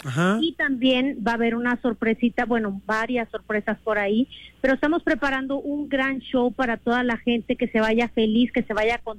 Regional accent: Mexico; como buenos mexicanos, no puede faltar el mariachi para celebrar.

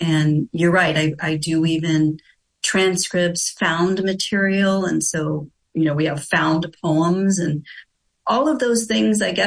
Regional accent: Louisiana, United States; I grew up myself in Louisiana

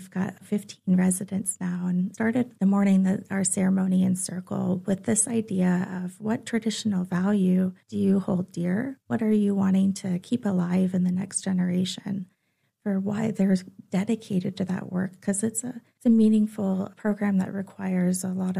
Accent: Anchorage, Alaska, United States; I grew up here in Anchorage. … my dad is from Appalachian, Ohio.

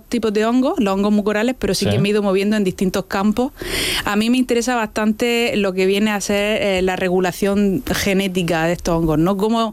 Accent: Region of Murcia, Spain; Y después de unos años fuera, pues yo soy murciana y me apetecía venir a casa.

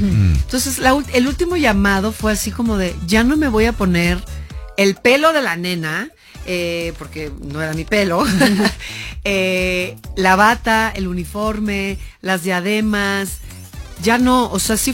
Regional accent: Mexico; Y así somos los mexicanos

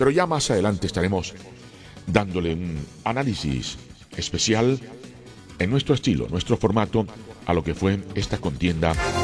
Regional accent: Colombia; le hablo como colombiano

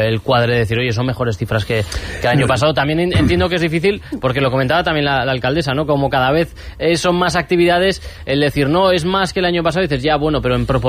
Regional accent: Pamplona, Navarre, Spain; yo que soy de Pamplona vengo

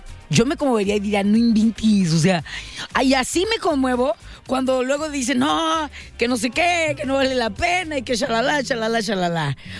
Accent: Mexico

